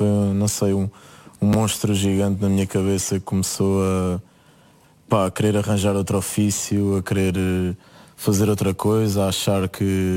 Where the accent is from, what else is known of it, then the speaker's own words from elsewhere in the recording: Ourém, Centro, Portugal; Eu digo sempre primeiro que sou de Orém, mas depois tenho que dizer que é, opa, o pé de Fátima.